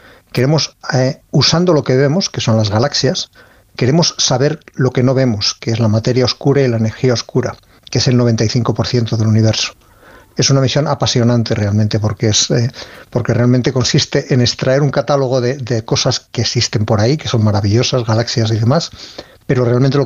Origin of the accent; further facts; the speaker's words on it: Ávila, Castile and León, Spain; Sí, yo soy de Ávila y en Ávila tenemos unos cielos envidiables, de hecho tenemos reservas Starlight y sí, en la zona norte de Ávila de niño